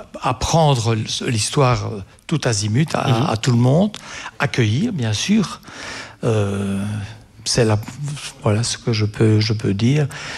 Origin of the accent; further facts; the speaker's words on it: Brussels, Brussels-Capital Region, Belgium; now in Yvoir, Belgium; Je suis ivoirien. Au départ, je suis bruxellois.